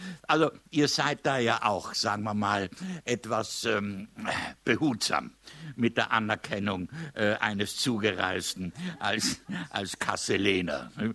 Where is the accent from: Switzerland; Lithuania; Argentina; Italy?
Italy; Trentino-Alto Adige; also born or lived in Rhineland; now in Germany; Also das ist, also das sind wir Südtiroler, auch nicht weit weg davon. Also hier bin ich seit 59 Jahren, also nicht hier direkt, ne, sondern im Rheinland, und gelte als Rheinländer.